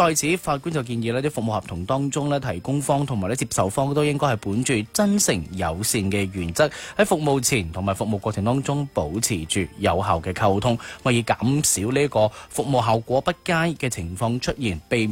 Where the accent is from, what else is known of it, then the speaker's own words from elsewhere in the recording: Guangdong, China; 有时候我哋广东人成日讲嘅一句呢就係咩呢，加料不加价下。